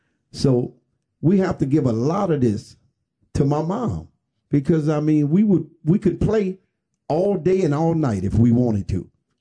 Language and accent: English; Louisiana, United States; it's a little town on the outskirts of Port Allen. They call Urbanville.